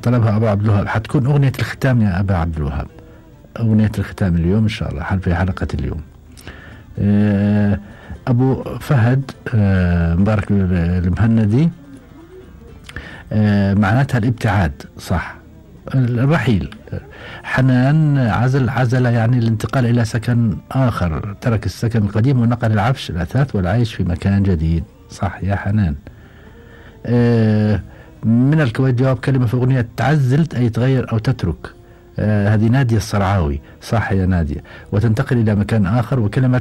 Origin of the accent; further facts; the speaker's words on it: Iraq; وعندنا في العراق معناها يعزل